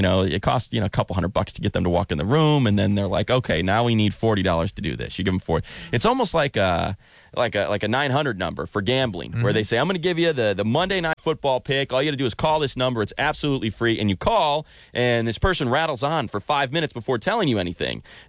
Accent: Chicago, Illinois, United States; now in Las Vegas, United States; I'm originally from Chicago

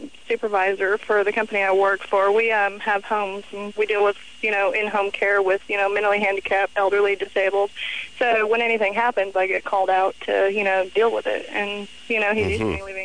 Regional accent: Texas, United States; I grew up in Texas.

